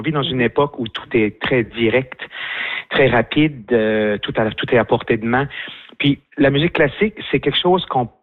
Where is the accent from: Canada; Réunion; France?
Canada; Caraquet, New Brunswick; moi, je viens de Caraquette